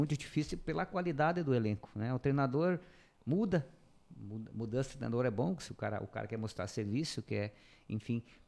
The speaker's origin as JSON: {"language": "Portuguese", "region": "Southern Brazil", "country": "Brazil", "said": "nós que somos do Sul"}